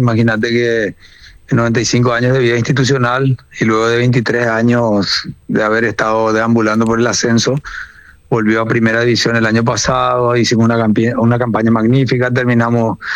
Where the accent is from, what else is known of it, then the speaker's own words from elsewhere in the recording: Asunción, Paraguay; Yo soy paraguayo primero, ¿verdad? No tengo club. Yo amo el fútbol, tengo pasión. Fui olimpista de chico porque mi familia era de Olimpia, ¿verdad? Pero mi barrio es Recoleta.